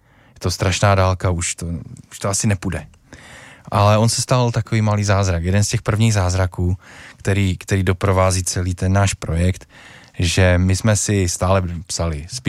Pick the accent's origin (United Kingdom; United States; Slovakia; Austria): Slovakia; now in Czech Republic; já pocházím ze Slovenska